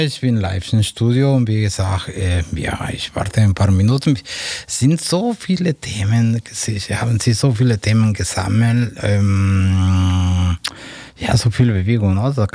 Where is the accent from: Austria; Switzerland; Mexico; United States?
Mexico; German is a second language; moved away as an adult; now in Leipzig, Germany; ich komme aus Mexiko. Ich wohne in Leipzig seit ein paar Jahren